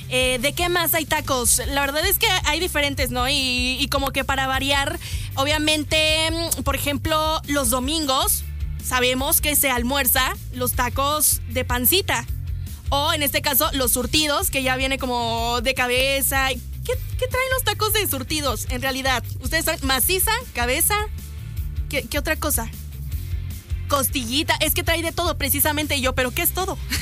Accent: Mexico; la verdad es que yo soy una mexicana tan patriota

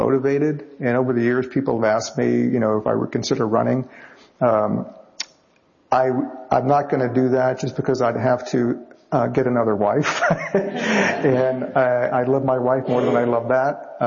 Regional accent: Richmond, Virginia, United States; I grew up in Richmond.

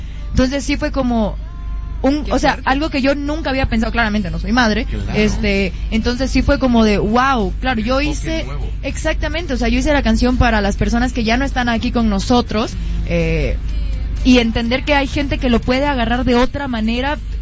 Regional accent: Bolivia; now in Mexico City, Mexico; aquí en México me he tenido como que calmar. Mm-hmm. En mi país, saludos a Bolivia.

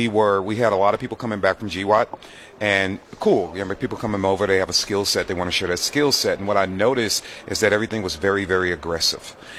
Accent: St. Louis, Missouri, United States; now in Atlanta, United States; I'm from St. Louis, Missouri. I live in Atlanta, Georgia now. I don't claim Georgia. I love you, Georgia, but I'm a Midwest boy born and raised.

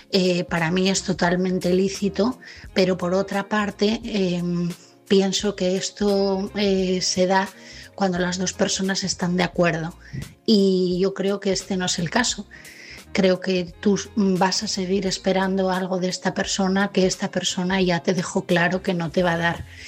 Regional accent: Asturias, Spain

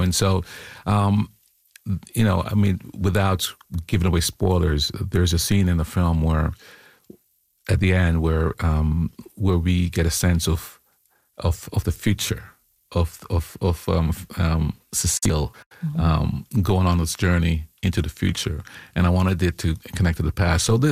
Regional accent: Jamaica; born there

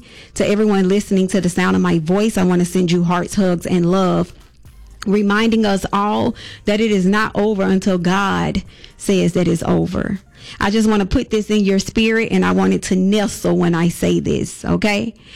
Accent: Bessemer, Alabama, United States; Just Lanier High School class of 2000, 26 years off the big hill. … from Big Belsma by way of West End.

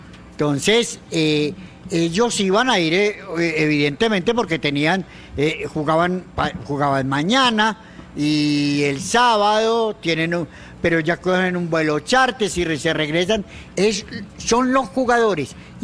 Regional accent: Medellín, Antioquia, Colombia; Yo soy de Medallo

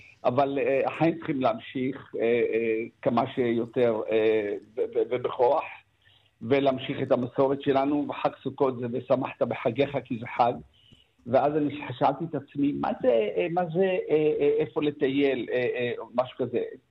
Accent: Ramla, Central District, Israel; גם אני בילדותי ברמלה בבית הורה

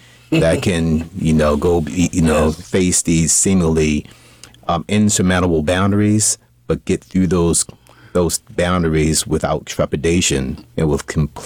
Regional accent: Baltimore, Maryland, United States; I grew up in Baltimore, born and raised East Side and West Side

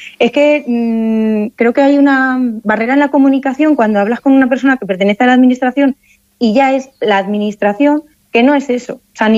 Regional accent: Castile and León, Spain; Yo soy de Castilla-La León y tú eres de Castilla-La Mancha.

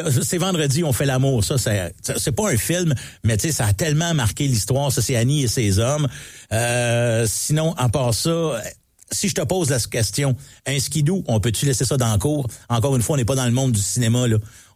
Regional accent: Quebec, Canada; Là, moi, je suis un Canadien, Québécois, un Français, Canadien, Français. Un Américain du Nord, Français, un francophone, Québécois, Canadien

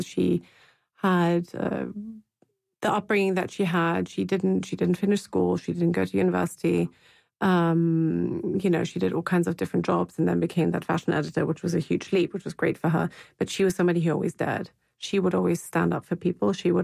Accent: Hamburg, Germany; English is a second language; the flat that I grew up in Hamburg had, you know, it evolved, obviously.

